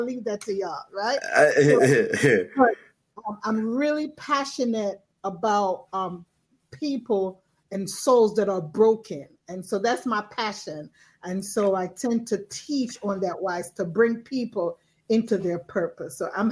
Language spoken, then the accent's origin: English; Jamaica; now in Fort Lauderdale, United States; I am in Fort Lauderdale, Florida. I was born in Jamaica. Yes. I'm mm-hmm, a Jamaican.